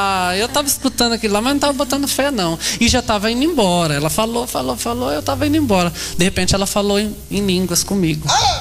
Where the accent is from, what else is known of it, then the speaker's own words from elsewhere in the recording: Apucarana, Paraná, Brazil; encontrei uma senhora, que eu sou de lá de Apucaranda, e ela de lá.